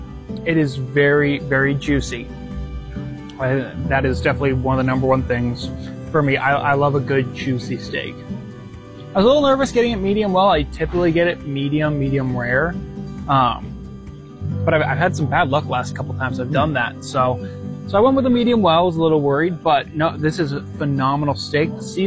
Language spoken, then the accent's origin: English; United States; I grew up in the Rotse area.